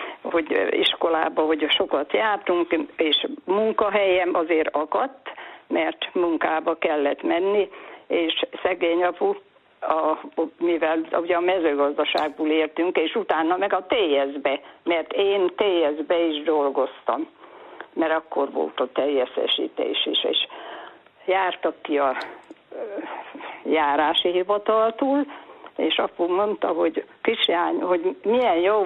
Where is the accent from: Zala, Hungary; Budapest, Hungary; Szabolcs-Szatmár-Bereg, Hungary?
Szabolcs-Szatmár-Bereg, Hungary; mert én Szabolcsi vagyok